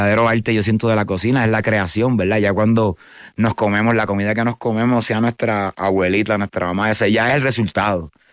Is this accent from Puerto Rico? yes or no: yes; Puerto Rico; yo soy de Puerto Rico, bro.